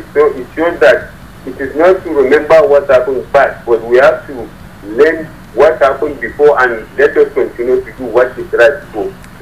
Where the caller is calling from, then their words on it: Lagos, Nigeria; I'm calling you from Lagos.